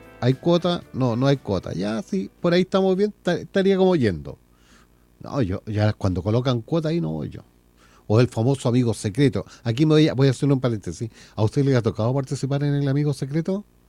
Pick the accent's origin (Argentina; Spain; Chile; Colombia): Chile; Pues somos chilenos.